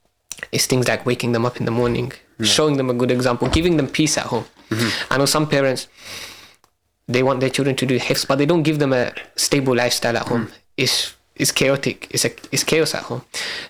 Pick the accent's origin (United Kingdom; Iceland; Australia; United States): United Kingdom; Tower Hamlets, London; I grew up in Tauhamless.